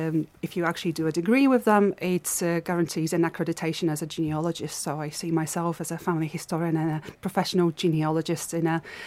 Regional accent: Poland; now in Stourbridge, United Kingdom; From Poland, but for long enough, yes. I've adopted my boyfriend's family as my own and the Black Country, and specifically Wollaston in Stourbridge, very much as my own home and community.

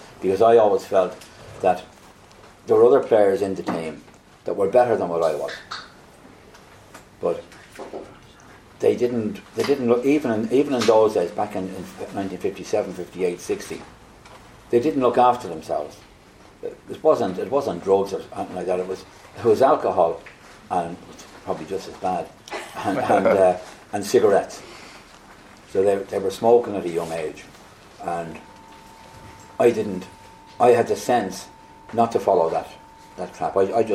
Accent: Dublin, Leinster, Ireland; born there; also born or lived in Whitehall, Dublin; I was born in Dublin and my first club was Home Farm Academy in Whitehall, a suburb of Dublin. And I joined there when I was 12, 13 years of age.

